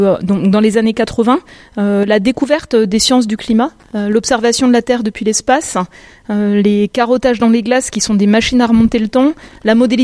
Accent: Grand Est, France; Mon expérience personnelle, j'ai grandi en Lorraine.

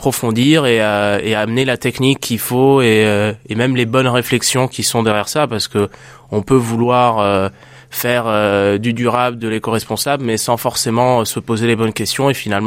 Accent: Italy; J'ai décidé de la nommer ricotta parce que je suis italien et je trouvais que la texture, ça rappelait la ricotta.

